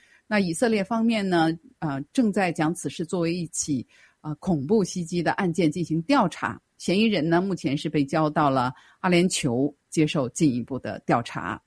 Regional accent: China

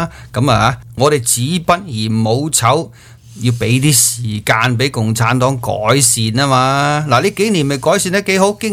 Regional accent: China; 你睇下我哋中国人呢、啊、自己都唔去撑自己中国嘅奥运

